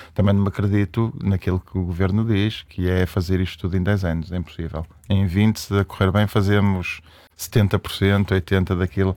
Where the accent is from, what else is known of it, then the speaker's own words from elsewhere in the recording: Braga, Portugal; E apostei nesta década, precisamente, porque eu sou de Braga e o elevador.